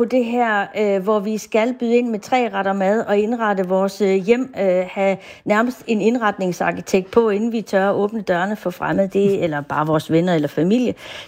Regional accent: Funen, Region of Southern Denmark, Denmark; now in Jutland, Denmark; Ja, som fynbo bosat i Jylland

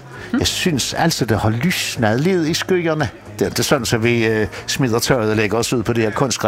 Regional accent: Bornholm, Capital Region of Denmark, Denmark; accent: Bornholmian; fordi vi er her, og fordi vi er flere, der snakker bornholmsk.

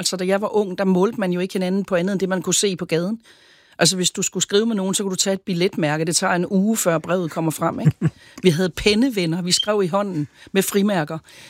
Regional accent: Sønderborg, Region of Southern Denmark, Denmark; Det gjorde man sgu ikke i 60'erne hjemme i Sønderborg.

